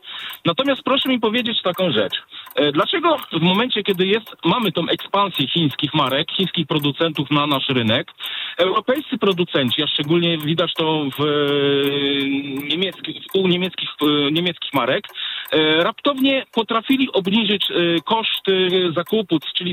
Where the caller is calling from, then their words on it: Przasnysz, Masovian Voivodeship, Poland; Przasnysz.